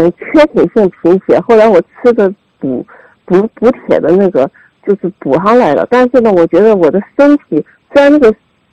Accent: Jining, Shandong, China; born there; also born or lived in Anxi, Gansu; 我是76年8月20出生的。我出生在甘肃安溪，然后八九岁的时候跟着我母亲回到了济宁。

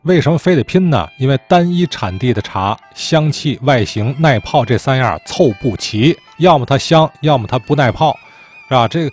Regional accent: Tianjin, China; 咱们天津人从小就喝的那个花茶啊

